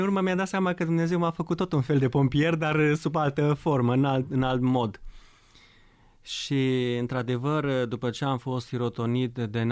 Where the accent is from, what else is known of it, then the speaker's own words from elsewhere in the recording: Solomon, Romania; prima dată teologie am învățat-o în satul meu natal, de la părinții mei, din satul Solomon, comuna Grâbou, județul